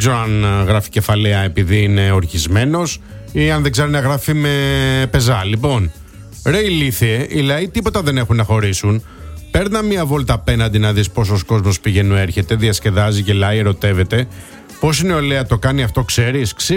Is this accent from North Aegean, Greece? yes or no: yes; Mytilene, North Aegean, Greece; Πολλό δε μάλλον εμένα που είμαι και από τη Μυτιλίνη.